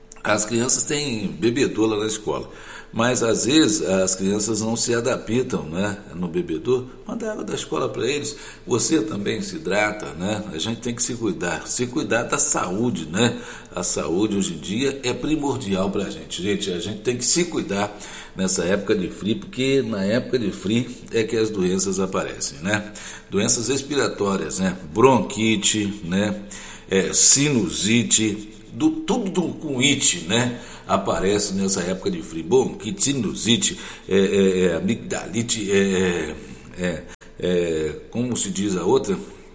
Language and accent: Portuguese; Santo Antônio de Pádua, Rio de Janeiro, Brazil; lá na minha cidade, lá em Pádua, né? Eu morei um pouco, boa parte da minha infância em Pádua.